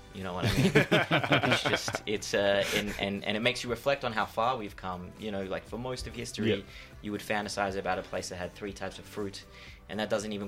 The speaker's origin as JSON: {"language": "English", "country": "Australia", "said": "Cab sees me in the back, sees my face, and he says, where are you from? I say, I'm Australian."}